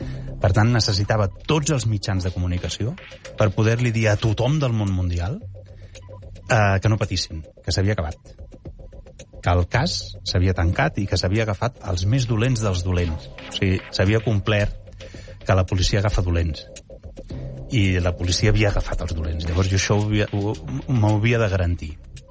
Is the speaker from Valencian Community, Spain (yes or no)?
no; Breda, Catalonia, Spain; jo estava al poble, jo soc de Breda, jo estava a Breda